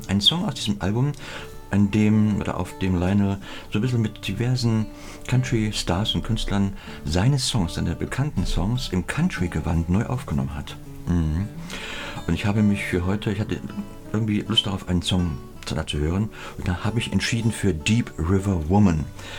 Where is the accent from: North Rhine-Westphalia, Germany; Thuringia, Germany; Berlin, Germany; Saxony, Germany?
Saxony, Germany; Ich habe einen Kalender meiner Heimat, der Sächsischen Schweiz, an meiner Wand hängen, so links über mir, neben meinem Cowboyhut.